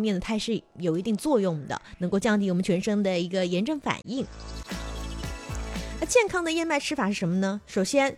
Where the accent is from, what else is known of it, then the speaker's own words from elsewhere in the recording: Guangdong, China; 我们广东人有一句话叫做饭前喝汤，美丽健康哈